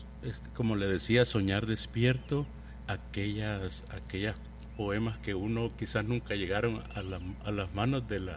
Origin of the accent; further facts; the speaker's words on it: Puerto de La Libertad, La Libertad, El Salvador; now in Apopa, El Salvador; Yo soy de Puerto de la Libertad